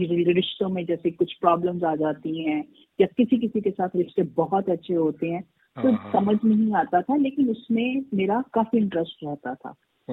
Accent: Delhi, India; और मैं दिल्ली से हूँ। मेरी स्कूलिंग और कॉलेज सारी स्टडीज मेरी दिल्ली से ही हुई है।

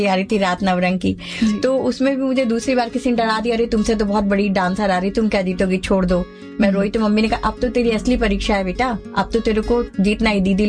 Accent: Katni, Madhya Pradesh, India; कटनी में पहले मैं मारवाड़ी हूँ, हमारे दादाजी नगर सेठ हुआ करते थे

